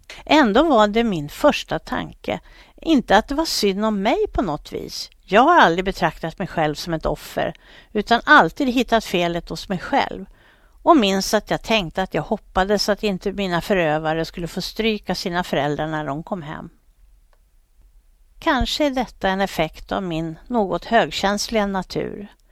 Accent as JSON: {"language": "Swedish", "town": "Stockholm", "region": "Stockholm County", "country": "Sweden", "tie": "born or raised there", "also_born_or_lived": "Spånga / Blackeberg", "said": "Jag växte upp i Vällingby och flyttade med familjen senare till Spånga. Somrarna tillbringade vi i Norge hos min mormor fram till det år som jag började skolan. Jag är född i Stockholm, närmare bestämt på Sabbatsbergs sjukhus."}